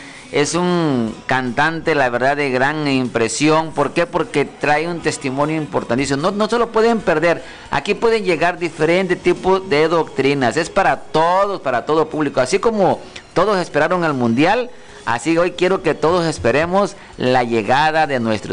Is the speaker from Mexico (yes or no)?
yes; Mexico; y yo creo que todos como mexicanos quisiéramos que siguiera, ¿no?